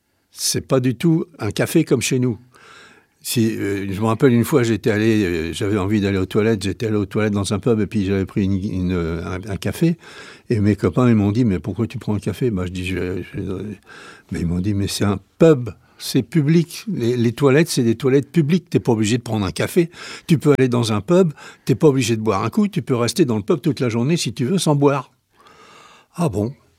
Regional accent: Nantes, Pays de la Loire, France; Eh ben, je suis nantais, oui.

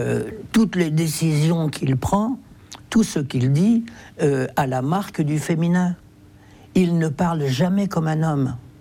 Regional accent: France; Maintenant, bien sûr que je suis zigane, je ne vais pas le nier, mais je suis français aussi. Oui. J'ai presque envie de dire, je suis d'abord français

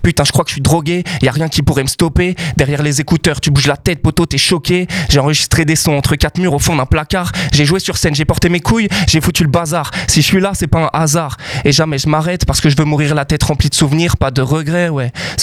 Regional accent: Paris, Île-de-France, France; L'Olympia, bah, en fait, c'est une des salles où je suis allé voir mes premiers concerts quand j'étais petit à Paris.

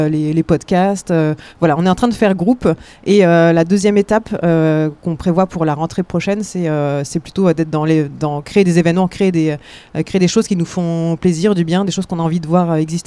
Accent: Mayenne, Pays de la Loire, France; moi je suis mayennaise, j'habite en Mayenne et j'ai été embauchée pour être la salariée qui agit en Mayenne.

